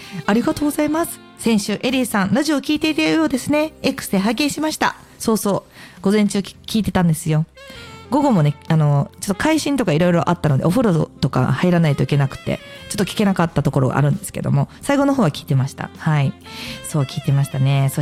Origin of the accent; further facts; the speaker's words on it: Hyogo, Japan; moved away; 地元に帰ると必ず食べるんですけどね。